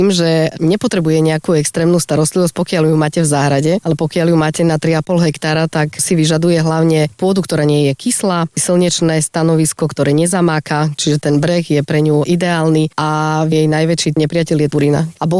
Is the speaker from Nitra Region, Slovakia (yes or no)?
no; Michalovce, Košice Region, Slovakia; moved away as an adult; Ja som Michalovčanka.